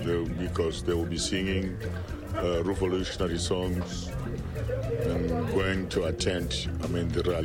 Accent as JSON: {"language": "English", "country": "Zimbabwe", "said": "I'm a musician from Zimbabwe, and my music is called Chimurenga Music."}